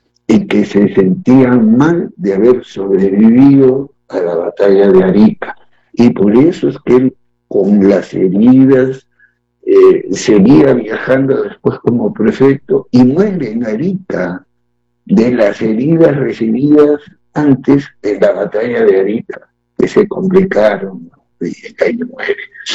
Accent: Lima, Peru; also born or lived in Tacna; yo, a Dios gracias, nací en Tacna, pero muy bien me llevaron a Lima. Y cuando regresé a Tacna, a los 20 y tantos años

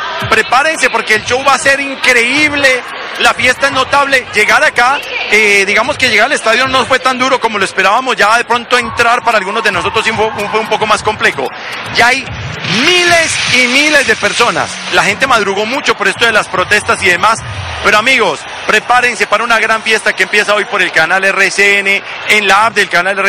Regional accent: Colombia

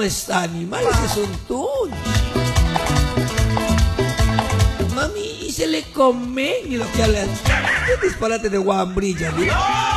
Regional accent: Lamas, San Martín, Peru; yo no me acomplejo de ser lamisto. Yo soy lamisto a mucha honra. Lamisto. No soy lameño, soy lamisto.

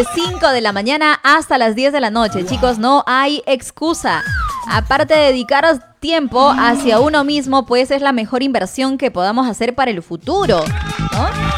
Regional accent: Peru

